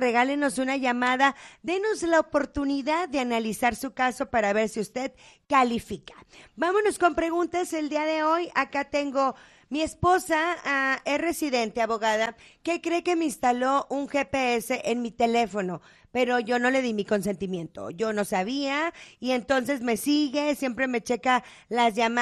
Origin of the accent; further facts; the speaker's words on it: Mexico; now in United States; yo como mexicana que soy, llegué a este país hace muchos años